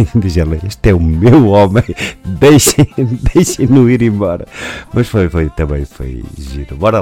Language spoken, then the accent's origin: Portuguese; Portugal; sou português imigrante